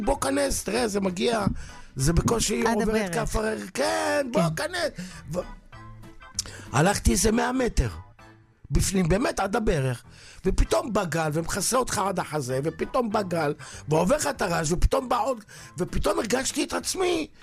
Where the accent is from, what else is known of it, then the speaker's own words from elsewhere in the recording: Jerusalem, Jerusalem District, Israel; אני מדגיש, ירושלמים